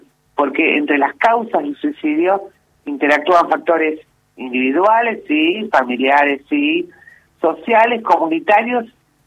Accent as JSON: {"language": "Spanish", "country": "Argentina"}